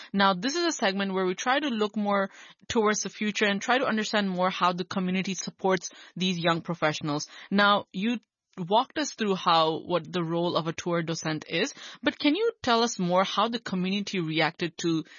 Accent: Hong Kong; Pakistani, female, hijabi, I know I grew up in Hong Kong, born and raised here.

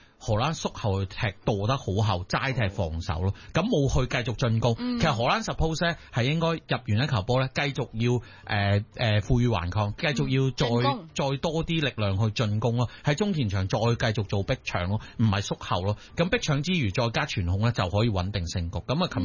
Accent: Hong Kong; 我哋香港人食开嗰种麻辣

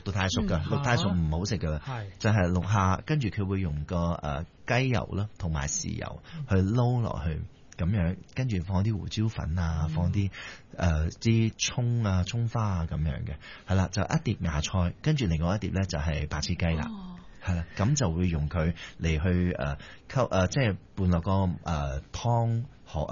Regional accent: Ipoh, Perak, Malaysia; 我喺怡寶長大。

